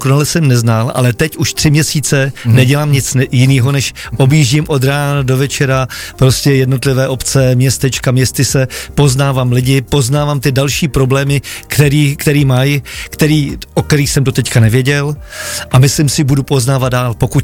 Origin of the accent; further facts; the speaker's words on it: Central Bohemian Region, Czechia; jsem z Rakovnicka, žiju zde už tolik let. Jako zemědělec znám pozemky